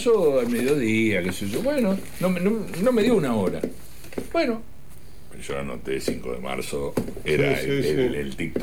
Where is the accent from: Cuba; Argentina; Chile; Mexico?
Argentina